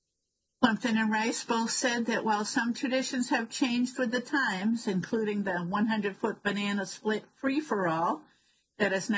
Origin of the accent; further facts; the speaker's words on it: Wrentham, Massachusetts, United States; Being a teacher for 35 years at King Philip High School and just growing up in Wrentham, I always enjoyed being a part of the day and seeing former students and people I grew up with around town.